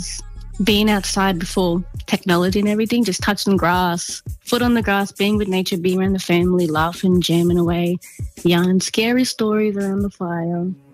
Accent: Cairns, Queensland, Australia; I was born in Cairns, Queensland, on Gimoi Country, but my land stems from Mossman, so Gugubadin Jule area where the Daintree, and then that's mum's side. You go all the way up to the Tablelands, Townsville ways, and that's dad's side then.

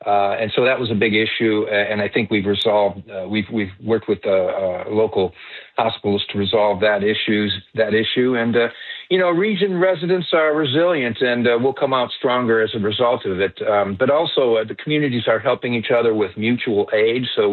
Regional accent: Gary, Indiana, United States; I grew up in Gary

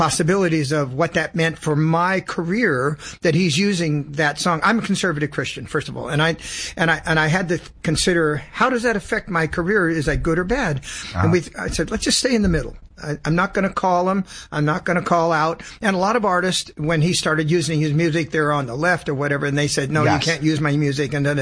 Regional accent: Sacramento, California, United States; born or raised there; also born or lived in Los Angeles

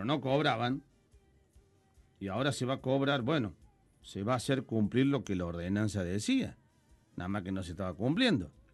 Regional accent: La Calera, Córdoba, Argentina; Soy de La Calera y en Don Menil estaban revisando hasta el baúl del auto.

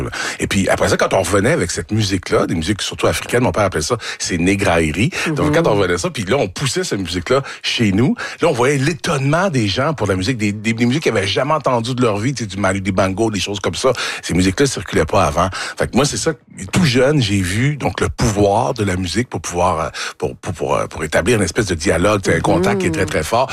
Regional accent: Quebec, Canada; Tu sais, moi, j'ai grandi en Mauricie, OK?

